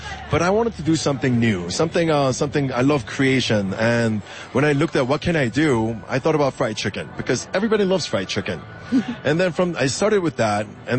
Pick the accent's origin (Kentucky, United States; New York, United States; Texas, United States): New York, United States; born there; also born or lived in Seoul, South Korea; I was born and raised in Seoul, Korea, but I was raised in America, in New York.